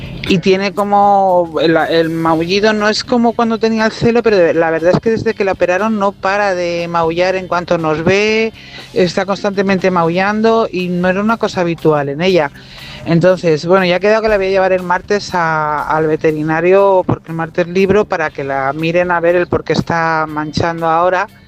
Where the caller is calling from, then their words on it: Madrid, Community of Madrid, Spain; Soy taxista de Madrid